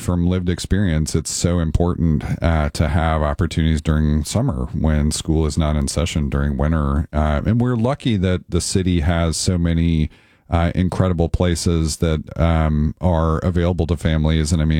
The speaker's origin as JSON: {"language": "English", "town": "Nashville", "region": "Tennessee", "country": "United States", "tie": "born or raised there", "said": "growing up in Nashville, I benefited from both home based childcare and on site childcare at childcare facilities."}